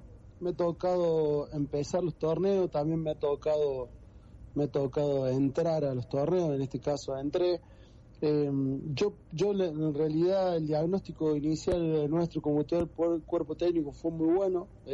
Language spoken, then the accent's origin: Spanish; Córdoba, Argentina; moved away as an adult; now in Miramar, Argentina; Si bien soy de Córdoba, hace un tiempo estoy viviendo ahí en Miramar